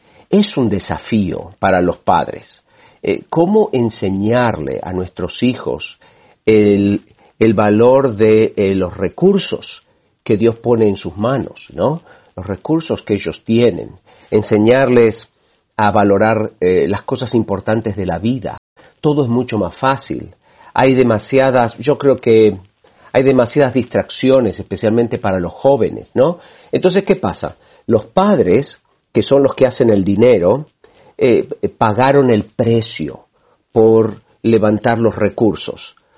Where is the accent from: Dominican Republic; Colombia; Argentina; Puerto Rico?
Argentina; Buenos Aires; now in United States; somos familias de inmigrantes, mis padres y mis abuelitos eran gente de campo, yo crecí en el oeste de la ciudad de Buenos Aires.